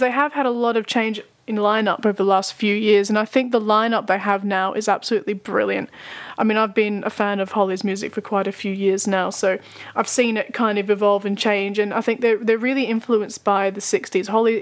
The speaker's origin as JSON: {"language": "English", "town": "Melbourne", "region": "Victoria", "country": "Australia", "tie": "born or raised there", "said": "a band from Melbourne, my hometown."}